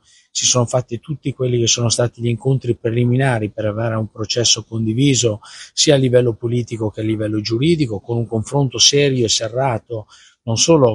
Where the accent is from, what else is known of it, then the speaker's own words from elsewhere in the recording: Piedmont, Italy; anche da piemontese